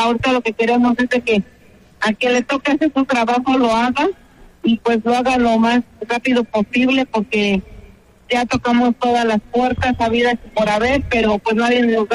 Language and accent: Spanish; State of Mexico, Mexico; somos aquí del Estado de México